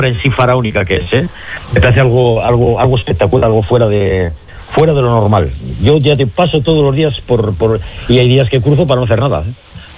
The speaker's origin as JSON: {"language": "Spanish", "area": "Sestao", "region": "Basque Country", "country": "Spain", "lives_now": "Portugalete, Spain", "said": "Yo soy de ese estado, vivo en Portugalete"}